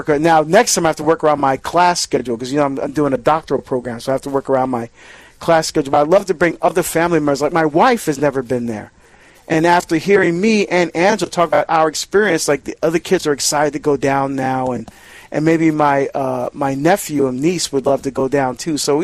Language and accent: English; New Jersey, United States; born there; my home state of New Jersey